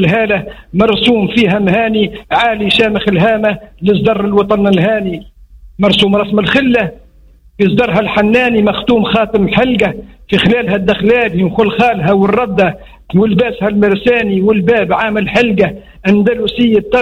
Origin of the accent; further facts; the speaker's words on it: Jradou, Zaghouan Governorate, Tunisia; ما قعدناش محافظين على اللغة الأمازيغية البربرية كيما الجنوب والشلحة وغيرها، لأن احنا في, في, في, في, في وسط في قلب تونس في قلب بعيد سوسة في السنتر